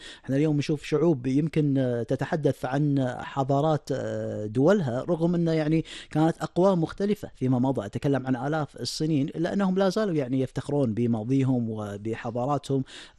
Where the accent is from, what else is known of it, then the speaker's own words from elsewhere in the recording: Kuwait; اليوم نحن ككويتيين